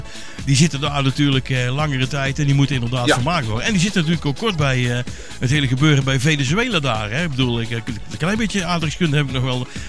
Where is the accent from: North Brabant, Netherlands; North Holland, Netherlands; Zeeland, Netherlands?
North Brabant, Netherlands; Kijk, ik kom uit Brabant en hier hebben we natuurlijk Volkel.